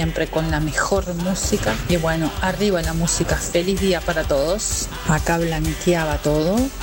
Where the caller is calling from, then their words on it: San José, Uruguay; de San José.